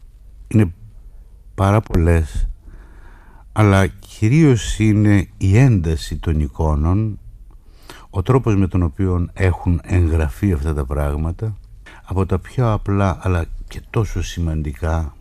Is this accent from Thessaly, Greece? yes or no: no; Kilkis, Central Macedonia, Greece; και δεν είναι γιατί είναι ο τόπος μου